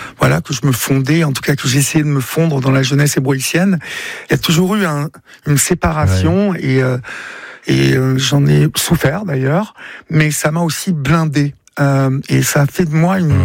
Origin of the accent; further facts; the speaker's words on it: Évreux, Normandy, France; moved away as an adult; Oui, mais il faut que vous sachiez une chose, c'est que j'ai grandi à Évreux, mm-hmm. et Évreux est une ville extrêmement compliqué.